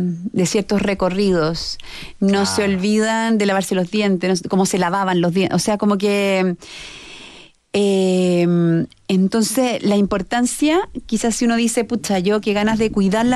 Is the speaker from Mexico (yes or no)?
no; Chile; nosotros como chilenos miramos esta historia con cariño